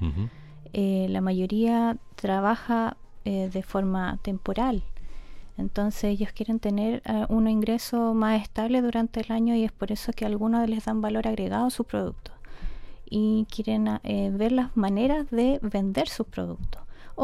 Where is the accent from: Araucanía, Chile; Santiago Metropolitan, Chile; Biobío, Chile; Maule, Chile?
Maule, Chile; Longaví; Sí, nacida y criada acá en Longaví, desde la Quinta Norte.